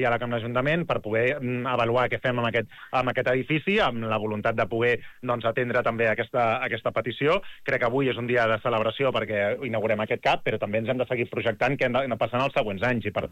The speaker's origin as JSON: {"language": "Catalan", "town": "Barcelona", "region": "Catalonia", "country": "Spain", "tie": "born there", "said": "la meva àvia era llevadora al barri de la Barceloneta de Barcelona"}